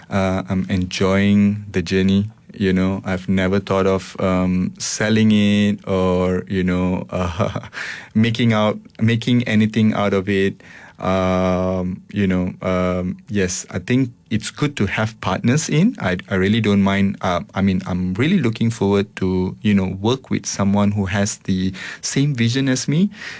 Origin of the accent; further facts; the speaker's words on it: Seremban, Negeri Sembilan, Malaysia; I'm born and bred in Seremban